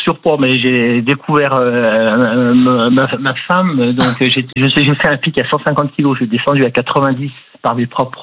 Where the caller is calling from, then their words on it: Yenne, Auvergne-Rhône-Alpes, France; Je vous appelle à 30 km de Chambéry. Je vous appelle de Yenne, exactement.